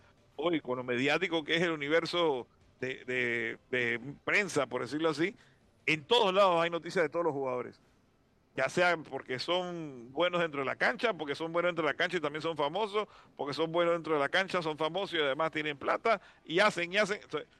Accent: Panama

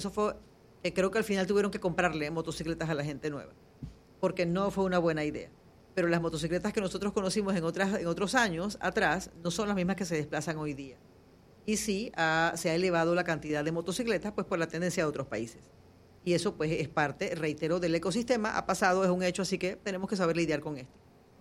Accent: David, Chiriquí, Panama; yo soy de Chiriquí, yo soy de David

